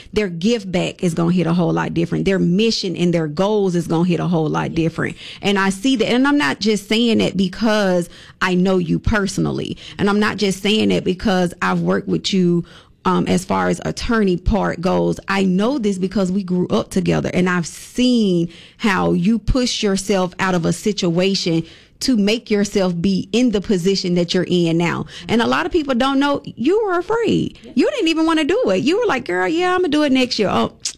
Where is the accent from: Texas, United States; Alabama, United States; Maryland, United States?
Alabama, United States; Bessemer; we're both from Big Belsma. We both graduated Jess Lanier High School class of 2000.